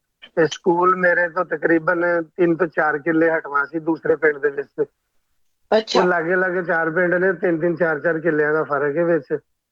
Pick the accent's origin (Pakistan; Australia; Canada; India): Pakistan; Punjab; now in Muscat, Oman; ਮੈਂ ਚੱਕਰਗੜ੍ਹ ਤੋਂ ਬਿਲੋਂਗ ਕਰਨਾ ਸਰਹੱਦੀ ਏਰੀਆ ਬਾਰਡਰ ਲਾਈਨ ਤੋਂ ਬਿਲਕੁਲ ਜ਼ੀਰੋ ਲਾਈਨ ਤੇ ਜਲਾਲਾ ਸ਼ਰੀਫ ਪਿੰਡ ਦਾ ਨਾਂ ਹੈ ਅੱਜ ਵੀ ਆਬਾਦ ਇੰਡੀਆ ਪਾਕਿਸਤਾਨ ਬਣਨ ਤੋਂ ਪਹਿਲਾਂ ਦਾ ਆਬਾਦ ਹੈ ਹਾਂਜੀ ਚੱਕਰਗੜ੍ਹ ਦਾ ਸਰਹੱਦੀ ਏਰੀਆ ਜ਼ੀਰੋ ਲਾਈਨ ਤੇ ਜਲਾਲਾ ਸ਼ਰੀਫ ਦੇ ਪਿੰਡ ਦੇ ਨਾਲ ਇੱਕ ਛੋਟਾ ਜਿਹਾ ਪਿੰਡ